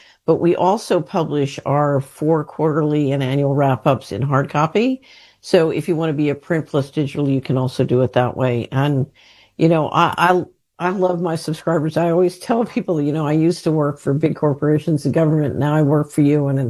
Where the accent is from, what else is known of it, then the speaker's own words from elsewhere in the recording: Philadelphia, Pennsylvania, United States; yeah, I grew up in West Philadelphia.